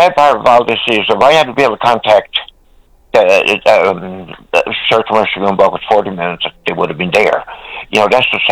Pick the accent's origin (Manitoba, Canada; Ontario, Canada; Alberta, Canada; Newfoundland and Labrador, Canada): Newfoundland and Labrador, Canada; I would have got help a lot quicker than I actually got as a Newfoundlander. Whatever, you know, as a Canadian, whatever, a second class citizen or what?